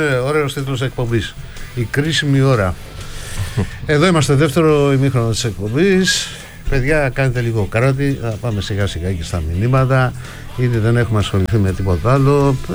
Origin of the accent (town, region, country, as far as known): Serres, Central Macedonia, Greece